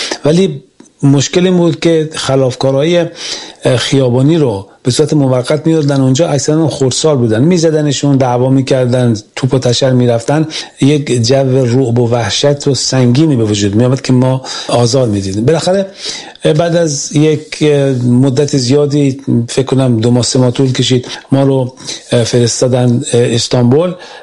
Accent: Semirom, Isfahan, Iran; من زاده سمیروم هستم، در میان کوهای زاگرس بزرگ شدم

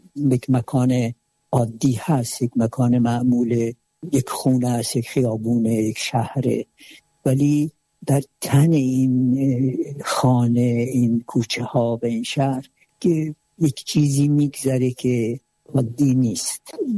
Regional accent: southern Iran, Iran; من خب خودم جنوبی هستم و همچنان دوست داشتم که از جنوب، از شهرم، زادگاهم، منطقم حرف بزنم،

